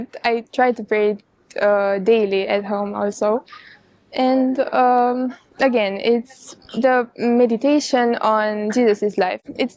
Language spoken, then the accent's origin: English; Romania; English is a second language; I'm from Romania.